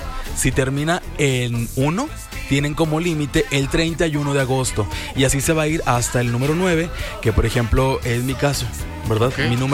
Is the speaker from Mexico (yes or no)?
yes; Mexico